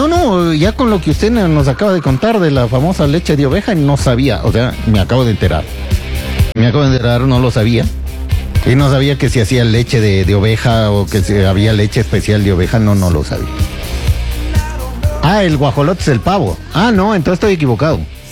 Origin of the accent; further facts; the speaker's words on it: Loja, Ecuador; Yo estuve en mi tierra Loja y me di un salto a Zamora para servirme a los tiempos un plato de ancas de rana.